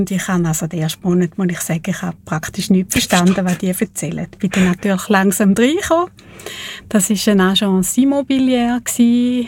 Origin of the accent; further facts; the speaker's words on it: Frauenfeld, Thurgau, Switzerland; Ich komme, bin eine waschechte Thurgauerin, bin auf einem kleinen Bauernhof aufgewachsen und wir haben dann in die zweite Klasse haben wir dann auf Frauenfeld gezügelt.